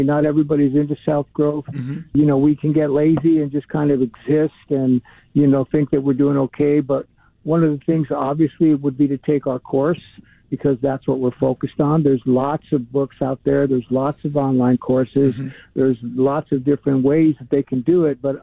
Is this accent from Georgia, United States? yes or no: no; Los Angeles, California, United States; But even myself, when I grew up, and I grew up in Northeast LA, which is, you know, there's known for violence and gangs and drugs and things like that.